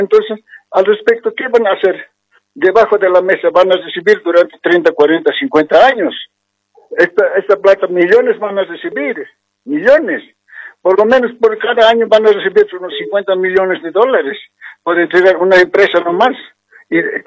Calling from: El Alto, La Paz, Bolivia; Ciudad del Alto, de Distrito 8.

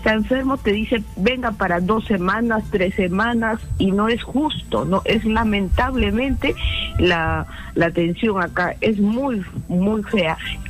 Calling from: Chimbote, Ancash, Peru; Soy de Chimbote.

